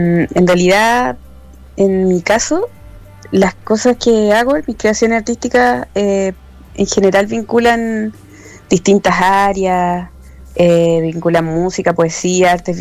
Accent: Temuco, Araucanía, Chile; now in Santiago, Chile; Ahora estoy en Temuco. Sí, ¿Temuco? Yo soy de Temuco, vivo en Santiago, pero soy de Temuco.

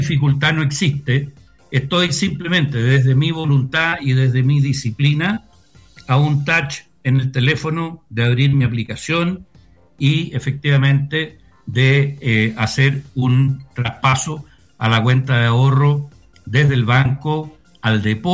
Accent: Chile

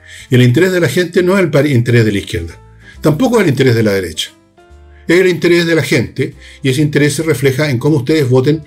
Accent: Chile; Todos somos la gente de Chile.

